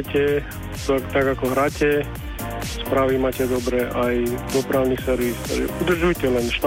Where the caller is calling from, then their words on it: Košice, Košice Region, Slovakia; Z Košic, pravda.